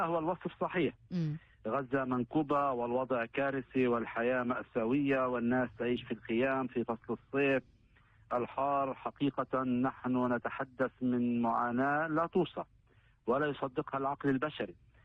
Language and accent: Arabic; Palestine; منا كفلسطينيين